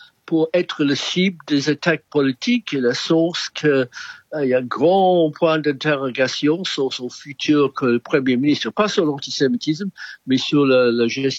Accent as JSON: {"language": "French", "country": "United Kingdom"}